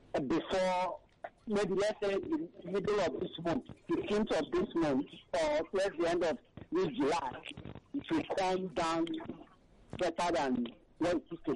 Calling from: Abuja, Federal Capital Territory, Nigeria; I'm calling from Abuja.

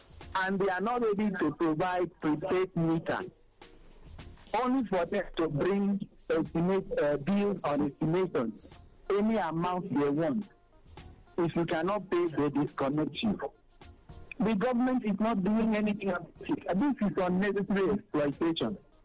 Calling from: Lagos, Nigeria; I'm calling from Lagos.

